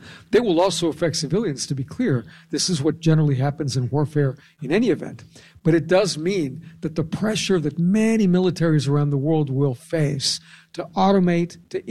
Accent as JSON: {"language": "English", "region": "California", "country": "United States", "tie": "born or raised there", "said": "So in my home state of California"}